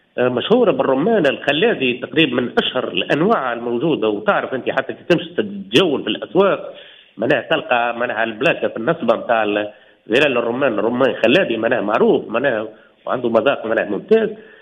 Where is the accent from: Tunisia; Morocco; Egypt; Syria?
Tunisia; Nabeul Governorate